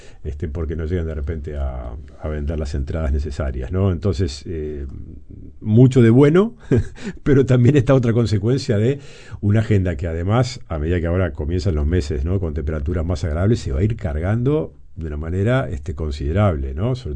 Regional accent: Montevideo, Uruguay; a pesar de que no somos tantos los uruguayos y los montevideanos

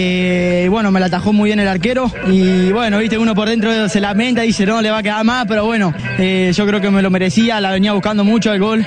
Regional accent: Navarro, Buenos Aires Province, Argentina; mandar un saludo también a todo mi pueblo navarro, que de Buenos Aires, Argentina, que siempre me hace el aguante.

